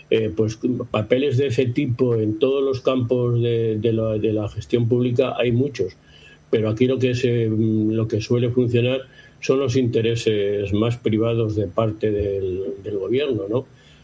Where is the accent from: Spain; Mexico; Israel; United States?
Spain; los españoles